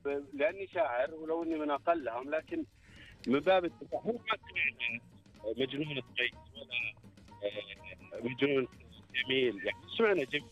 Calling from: Rafha, Northern Borders, Saudi Arabia; والله من الرفحة الحدود الشمالية.

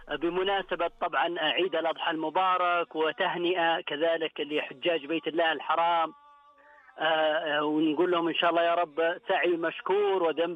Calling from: Riyadh, Riyadh Province, Saudi Arabia; أكلمك أنا من الرياض.

